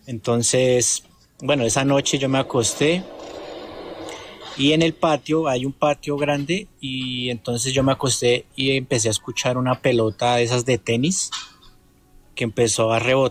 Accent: Tabio, Cundinamarca, Colombia; eso fue en mi infancia en Tabio. Pues yo soy de Tabio

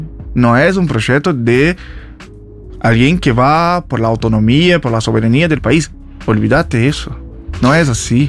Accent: Brazil; now in Argentina

